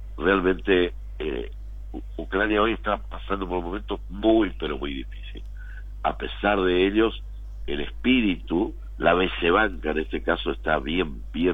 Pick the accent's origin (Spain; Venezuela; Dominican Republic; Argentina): Argentina; Misiones; Somos argentinos, somos misioneros. Bueno, orgullosamente descendientes de un grupo de gente que ha cruzado el mar y que se ha venido, se ha instalado acá